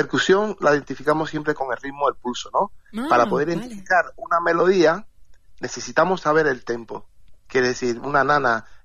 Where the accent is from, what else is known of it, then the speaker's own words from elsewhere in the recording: Cuba; No conozco la isla y tiene que ver mucho con mi tierra, según dicen, con el tema de Cuba, que os parece mucho, o nosotros parecemos a vosotros.